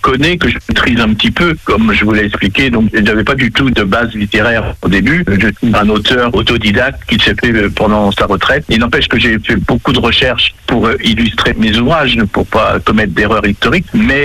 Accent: Tournai-sur-Dive, Normandy, France; born there; c'est une histoire qui se passe en 1962 dans mon village natal de Tournay-sur-Dives.

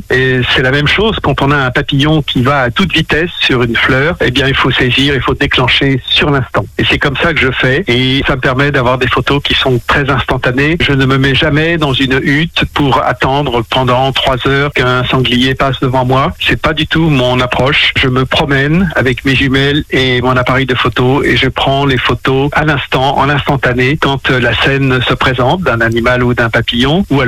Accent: Lierre-Beauvoir, Pays de la Loire, France; Écoutez, je suis né dans le Saônois, à Lierre-Beauvoir. Mon père était agriculteur et j'ai passé toute ma jeunesse dans ce beau pays du Saônois

